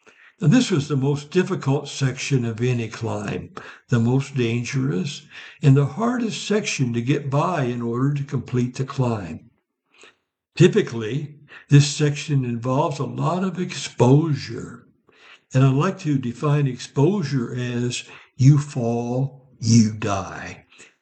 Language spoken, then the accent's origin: English; Ursa, Illinois, United States; my hometown of Ursa, Illinois.